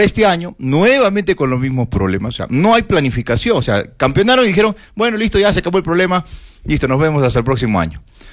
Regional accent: Arequipa, Peru

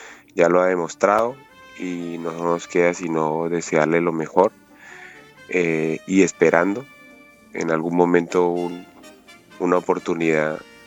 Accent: Cali, Valle del Cauca, Colombia; born there; yo soy nacido en Cali

